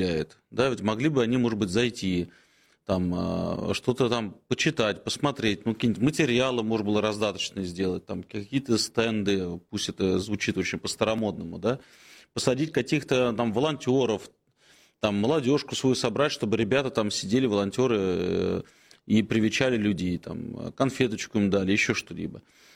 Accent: Moscow, Russia; как жители Москвы, коренного причем, да, вот идешь по центру Москвы

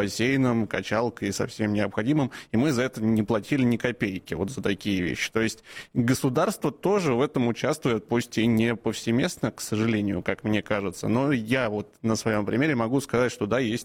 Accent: Moscow Oblast, Russia; я вырос в Подмосковье

